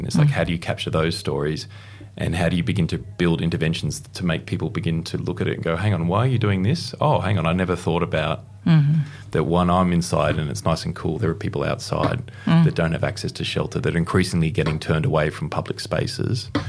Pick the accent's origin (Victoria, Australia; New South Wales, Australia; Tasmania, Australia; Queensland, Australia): New South Wales, Australia; I grew up in the Blue Mountains for a period as well